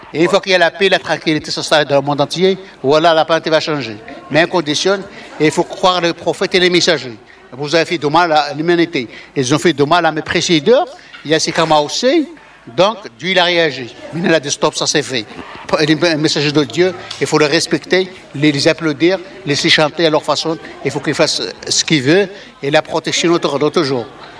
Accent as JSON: {"language": "French", "country": "Morocco", "tie": "born or raised there", "moved": "as an adult", "lives_now": "France", "said": "je suis né au Maroc, je connaissais la liberté marocaine, j'ai grandi dans les montagnes, j'ai lu le Coran, et j'ai grandi dans une liberté totale."}